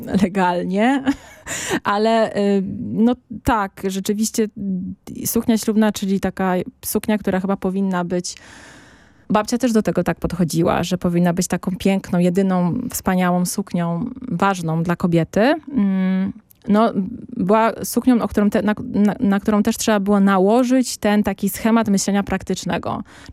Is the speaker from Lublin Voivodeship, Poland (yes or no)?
no; Silesian Voivodeship, Poland; ja tam nie mieszkam, ja nie pochodzę z Bielska, ale z Podbeskidzia